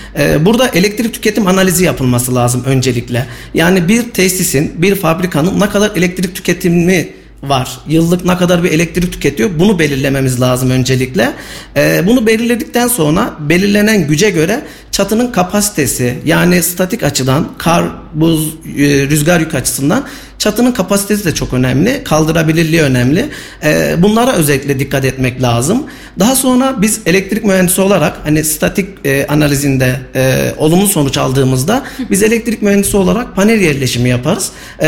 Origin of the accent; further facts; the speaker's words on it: Kayseri, Turkey; Kayseri'de ikamet ediyoruz. Evet. Kayserliyiz.